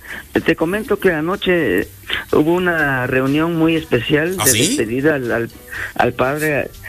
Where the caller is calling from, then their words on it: Mexico City, Mexico; Estoy aquí en la Ciudad de México.